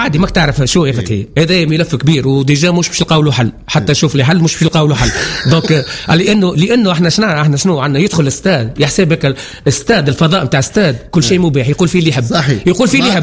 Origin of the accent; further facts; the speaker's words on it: Sfax, Sfax Governorate, Tunisia; انا كنت الوحيد من صفاقس